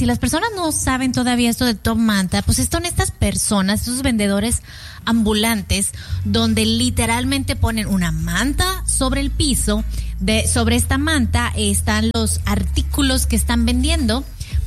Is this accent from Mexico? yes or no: yes; Mexico